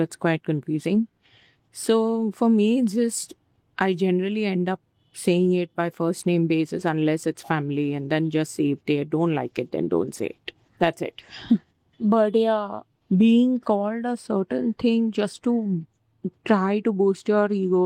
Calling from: India; from India.

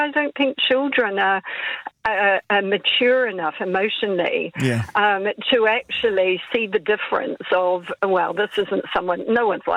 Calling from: New Zealand; I'm from down under, I'm from New Zealand

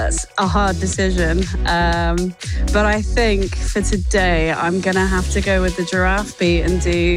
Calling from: Plymouth, South West England, United Kingdom; My name is … and I'm from Plymouth, but today I am in Longleat Safari Park

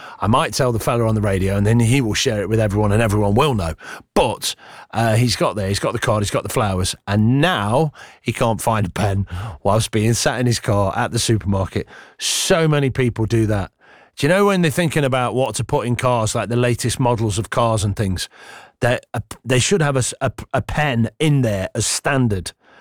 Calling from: Alberta, Canada; Just wanted to say I'm listening in from Alberta in Canada.

